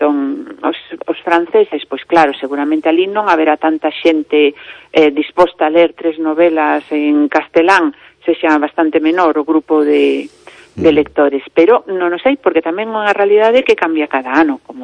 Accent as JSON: {"language": "Galician", "region": "Galicia", "country": "Spain", "said": "Somos galegos, ¿no? Calquera ocasión é boa para montar unha festa."}